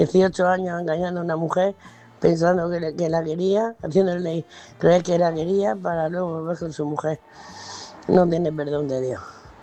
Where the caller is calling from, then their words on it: Murcia, Region of Murcia, Spain; Buenas noches, Álvaro, oyente corresponsales. … de Murcia.